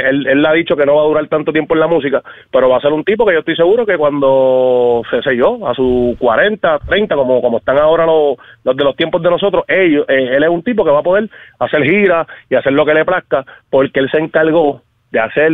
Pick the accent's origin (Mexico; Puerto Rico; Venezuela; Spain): Puerto Rico; que siendo boricua uno, que emociona uno